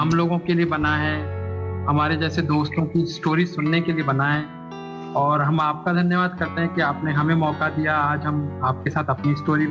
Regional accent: Jaipur, Rajasthan, India; मैं जयपुर से हूँ।

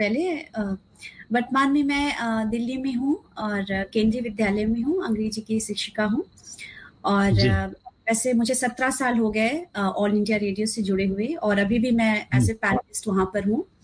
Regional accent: Hindi belt, India; first language Hindi; क्योंकि मैं हिंदी बेल्ट की हूँ तो हिंदी डेफिनेटली मेरी मातृभाषा है।

